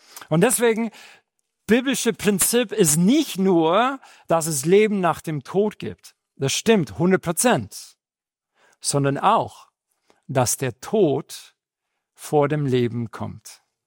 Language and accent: German; Madrid, Community of Madrid, Spain; German is a second language; also born or lived in Seville / Chicago; now in Fischbach, Germany; Ich bin in Großstadt Madrid aufgewachsen, bin in Sevilla geboren, Madrid aufgewachsen, dann bin ich umgezogen in die Nähe von Chicago und jetzt wohne ich in der nächste große Weltstadt, Fischbach.